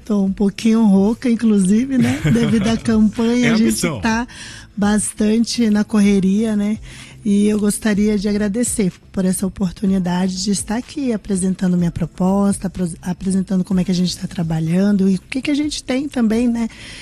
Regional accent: Roraima, Brazil; moved away as an adult; now in Lages, Brazil; eu vim de Roraima, eu casei com um lagiano, né? Como ele diz, né? Me trouxe lá, foi me buscar no meio do mato, né?

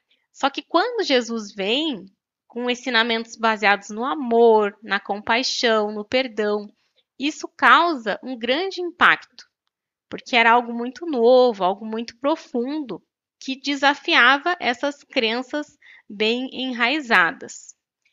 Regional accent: Santa Maria, Rio Grande do Sul, Brazil; Eu sou de Santa Maria.

